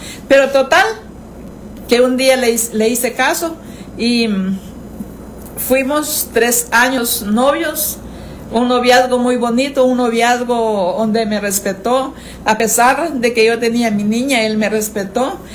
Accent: San Nicolás, Copán, Honduras; moved away as an adult; also born or lived in San Pedro Sula / Ocotepeque; yo me vine para mi lugar de San Nicolás de Copán.

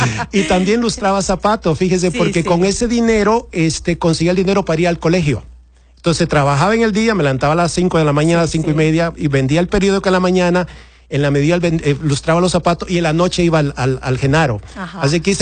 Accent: Siguatepeque, Comayagua, Honduras; moved away as an adult; also born or lived in Tegucigalpa; now in United States; Crecí en Siguatepeque

